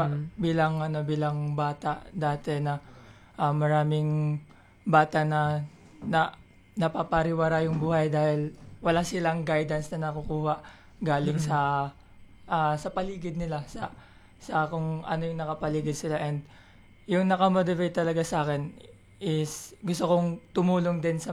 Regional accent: Manila, Metro Manila, Philippines; lumaki ako sa Manila

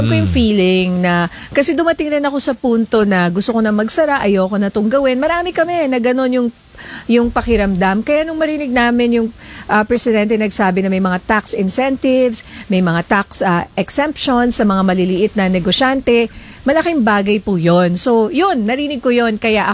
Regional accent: Ilocos Region, Philippines; hindi lang dahil ako taga Ilocos

